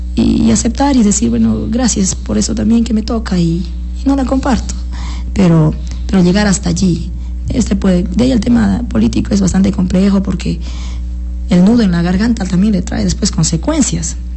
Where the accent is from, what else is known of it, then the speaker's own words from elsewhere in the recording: Sinaí, Morona Santiago, Ecuador; yo nací en Sinaí. Mis papacitos vinieron de la SUAI, exactamente de las parroquias rurales de Tarqui y El Tur y del Cantón Cuenca. Y vinieron por trabajar en la hacienda de los señores Durán y Peña. Entonces, de ahí se quedaron.